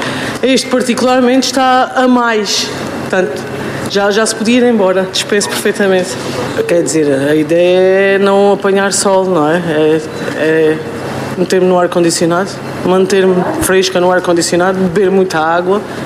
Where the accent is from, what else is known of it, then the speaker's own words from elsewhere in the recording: Alentejo, Portugal; Mas quer dizer, nós somos alentejanos, é o nosso Alentejo, nós sabemos, não vale a pena estar a inventar, não é?